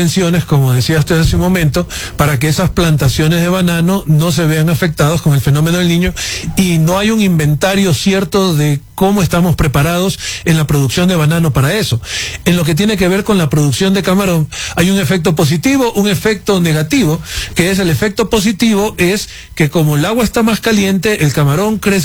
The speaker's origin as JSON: {"language": "Spanish", "country": "Ecuador", "said": "la factura la vamos a pagar todos los ecuatorianos"}